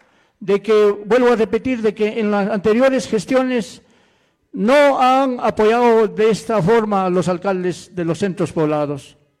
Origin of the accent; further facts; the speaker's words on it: El Collao Province, Puno, Peru; yo soy de provincia del Collao